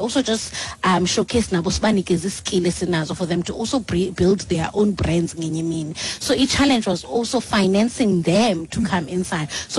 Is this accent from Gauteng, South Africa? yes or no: no; Eastern Cape, South Africa; we're from the Eastern Cape